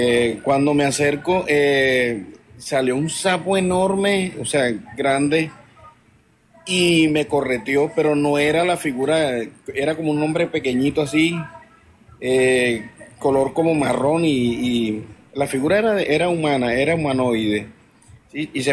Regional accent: Bolívar, Colombia; now in Cartagena, Colombia; De un pueblo cerca de Arjona, Bolívar.

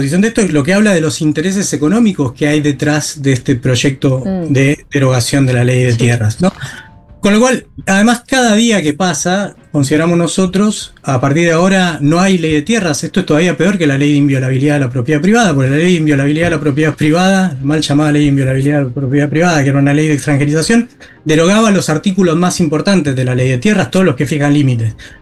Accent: Argentina

